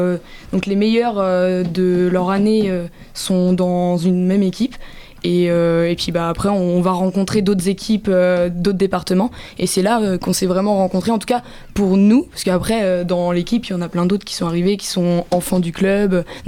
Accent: Andouillé, Pays de la Loire, France; Moi, je suis d'Andouillé, exactement.

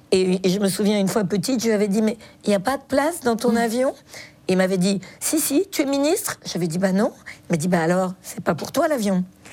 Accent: Neuilly-sur-Seine, Île-de-France, France; born there; moi, je suis née à Neuilly-sur-Seine, je ne suis absolument pas bretonne.

